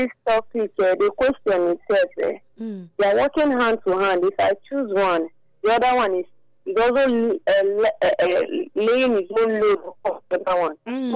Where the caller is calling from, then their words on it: Nigeria; From Urama.